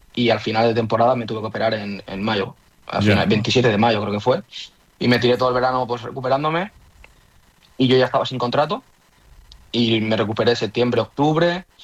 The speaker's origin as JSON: {"language": "Spanish", "town": "Valencia", "region": "Valencian Community", "country": "Spain", "said": "Bueno, soy de mucha gente te piensa que soy de Cullera, pero soy de Valencia, para que yo veraneo toda la vida en Cullera."}